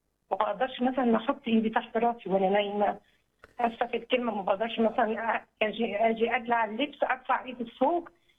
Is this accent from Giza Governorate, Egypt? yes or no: no; Alexandria, Alexandria Governorate, Egypt; أنا بنت ربنا من اسكندرية.